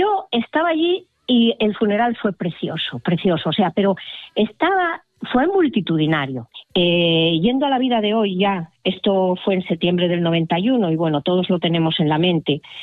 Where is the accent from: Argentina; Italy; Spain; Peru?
Spain; Tudela Veguín, Asturias; born there; A cualquiera que nacimos en Tudela Beguín, dice, hola, estoy aquí. Es como una bienvenida a cualquiera que haya nacido allí. Y que además visitamos el pueblo en fechas señaladas.